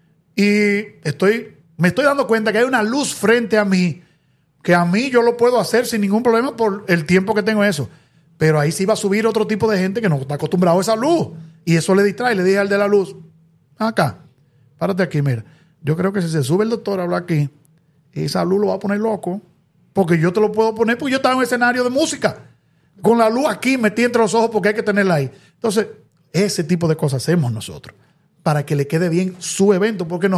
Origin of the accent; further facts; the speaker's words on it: Santiago de los Caballeros, Santiago, Dominican Republic; aplaudirnos a los santiagueros